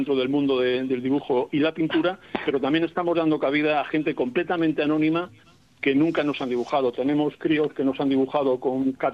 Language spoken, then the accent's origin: Spanish; Solana de Cabañas, Extremadura, Spain; y yo como natural de allí, y orgulloso extremeño